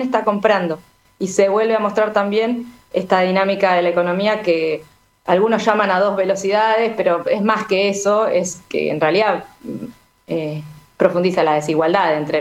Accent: Mar del Plata, Buenos Aires Province, Argentina; Yo soy de Mar del Plata

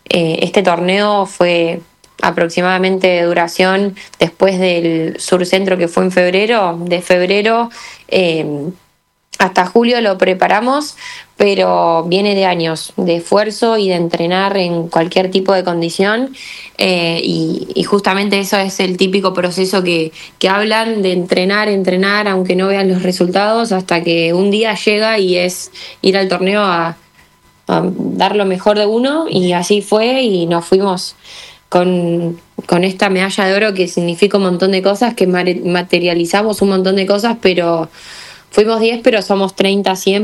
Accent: Mar de Ajó, Buenos Aires Province, Argentina; now in Buenos Aires, Argentina; muchas que somos del interior, por ejemplo yo que soy de Mar del Ajó, que estoy viviendo en Capital

